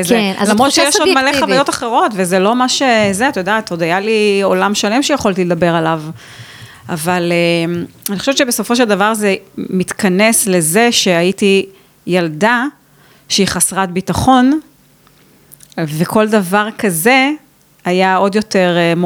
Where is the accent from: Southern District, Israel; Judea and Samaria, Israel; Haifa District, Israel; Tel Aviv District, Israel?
Haifa District, Israel; Kiryat Haim; גדלתי אז בקריית חיים עד גיל 12